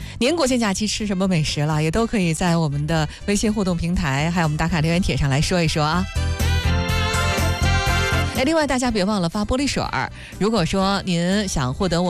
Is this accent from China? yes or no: yes; Qinhuangdao, Hebei, China; moved away; 因为我们老家呢那块的有名的特色菜品当中哈，就有荤锅。好多人都不知道，说这个荤锅，什么是荤锅呢？其实它主要指的就是秦皇岛的山海关区